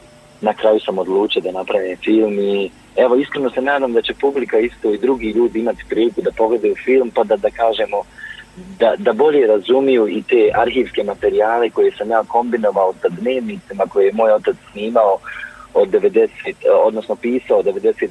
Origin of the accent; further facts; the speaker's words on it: Srebrenica, Republika Srpska, Bosnia & Herzegovina; moved away; mi smo otišli iz Srebrenice 93. godine, prije na 7 dana nego što će Srebrenica postati zaštićena zona UN-a